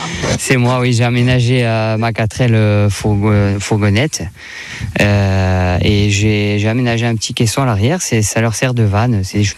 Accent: Lumio, Corsica, France; moved away as an adult; Je lui dis, mais moi, je suis de Loumio.

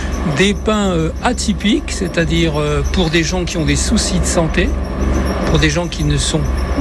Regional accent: Réunion; moved away; Je suis originaire de La Réunion. Je suis, en fait, la 11e génération de La Réunion.

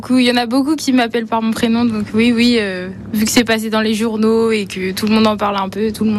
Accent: Parnay, France; je suis originaire du village de Parnay

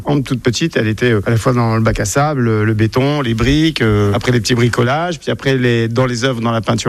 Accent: Centre-Val de Loire, France; Mes enfants sont normands parce qu'ils sont nés en Normandie, mais nous, on vient du Loir-et-Cher.

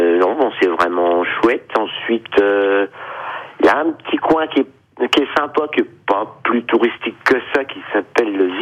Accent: Grand Est, France; now in Corrèze, France; Je viens d'à côté de Reims.

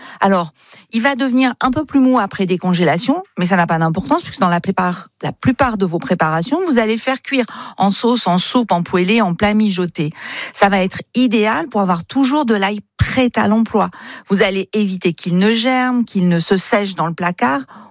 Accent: Occitanie, France; chez nous, en Occitanie, on a trois eaux remarquables

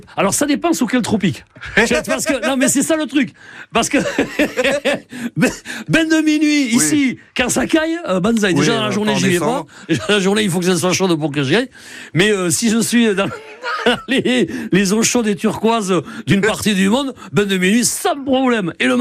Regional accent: Saint-Jean-de-Luz, Nouvelle-Aquitaine, France; Saint-Jean-de-Luz parce que j'y ai grandi.

